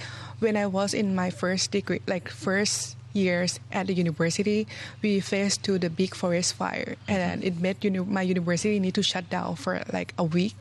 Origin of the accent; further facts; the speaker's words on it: Chiang Mai, Thailand; English is a second language; Yeah, exactly. So I born and raised in Chiang Mai, and I graduated from Chiang Mai as well.